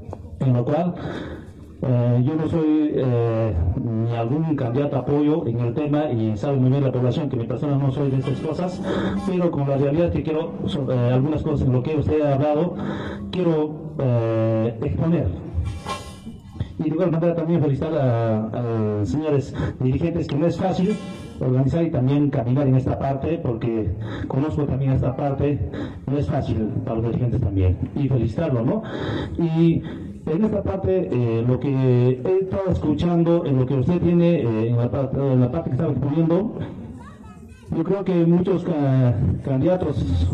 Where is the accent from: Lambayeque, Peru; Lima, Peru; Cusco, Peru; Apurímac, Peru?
Apurímac, Peru; Cotabambas